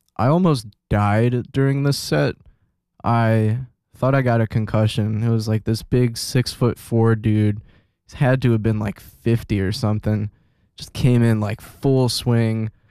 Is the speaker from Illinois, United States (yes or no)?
yes; Chicago, Illinois, United States; shout out my hometown